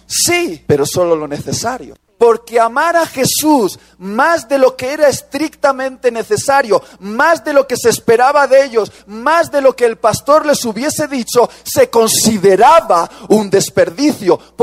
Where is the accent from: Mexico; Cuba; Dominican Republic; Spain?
Spain; Soy español. Yo he sido educado en la iglesia para ser un perfecto moderado.